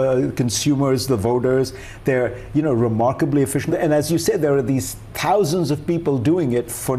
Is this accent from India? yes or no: yes; India; now in United States; I grew up outside America, I grew up in India